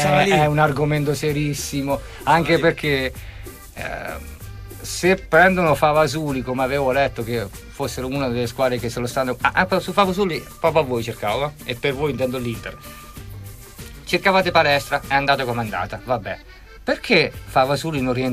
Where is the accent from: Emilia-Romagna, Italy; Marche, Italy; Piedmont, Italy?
Marche, Italy; Acquaviva Picena; una squadra che gioca in seconda categoria Marche, il mio paesino, ok? Acquaia Picena, la squadra di Acquaia Picena c'ha sette scudetti